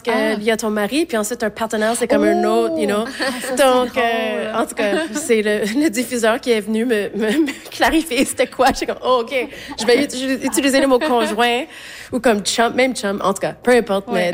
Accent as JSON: {"language": "French", "region": "Saskatchewan", "country": "Canada", "said": "même si je viens de la Saskatchewan"}